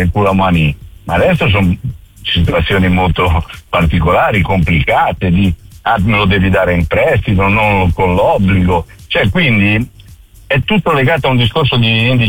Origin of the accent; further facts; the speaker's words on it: La Spezia, Liguria, Italy; Noi praticamente siamo in Liguria, siamo attaccati alla Toscana, non abbiamo né un dialetto ligure né un dialetto toscano